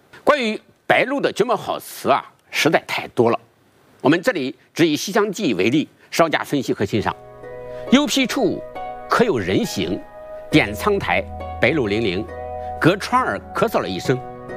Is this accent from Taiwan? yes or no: no; China